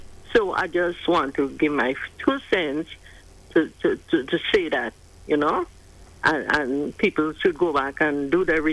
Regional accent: Grenada; as I see and I grow up in the society of Grenada, Grenada is a multicultural society.

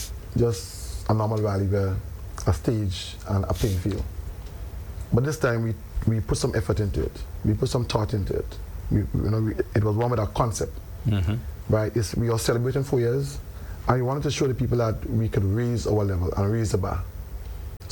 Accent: Grenada; growing up in the South

